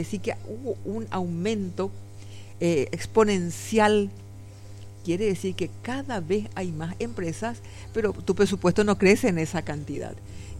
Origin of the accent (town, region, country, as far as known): Paraguay